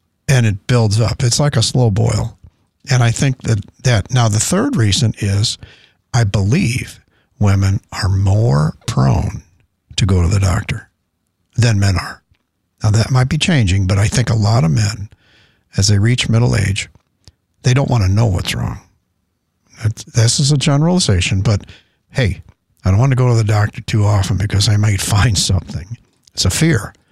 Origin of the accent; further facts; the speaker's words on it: United States; we, as American men